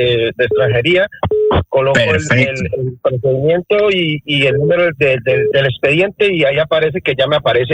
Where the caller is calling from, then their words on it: Madrid, Community of Madrid, Spain; de Madrid.